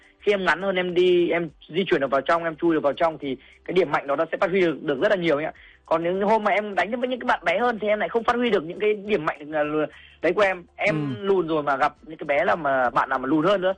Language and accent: Vietnamese; Triều Khúc, Hanoi, Vietnam; lần đầu tiên đó chính là quê hương em cũng là cái nôi sinh ra võ thuật cổ truyền